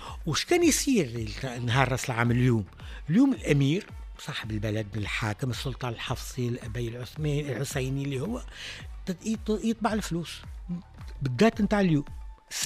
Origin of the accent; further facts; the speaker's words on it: Tunisia; اللي عندنا في تونس الملوخية علامة الفرح